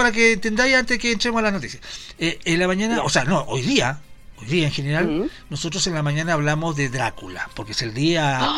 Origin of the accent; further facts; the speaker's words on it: Chile; Pero nosotros que somos americanos, chilenos sobre todo, Melinda Culea.